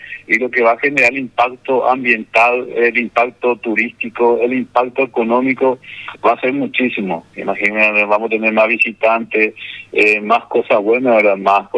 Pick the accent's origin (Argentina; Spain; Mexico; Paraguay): Paraguay; Mayor José J. Martínez, Ñeembucú; nosotros somos un lugar costero